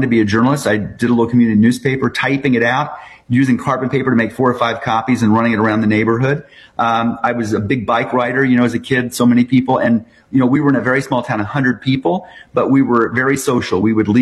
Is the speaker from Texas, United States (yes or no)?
no; Indiana, United States; moved away; Yeah, I grew up in southern Indiana in a very rural town, 100 people.